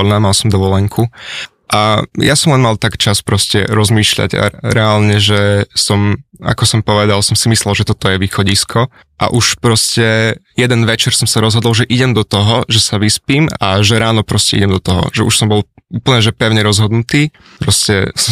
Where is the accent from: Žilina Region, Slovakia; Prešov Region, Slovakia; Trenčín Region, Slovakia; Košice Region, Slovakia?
Prešov Region, Slovakia; Bardejov; now in Bratislava, Slovakia; Ja som sa neskôr presťahoval do Bratislavy a nie som pôvodne z Bratislavy, som z Bardejova. Pozdravujem Bardejov